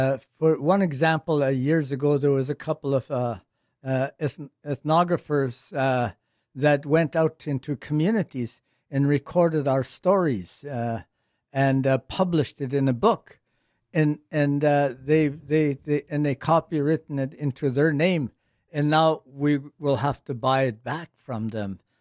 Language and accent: English; Canada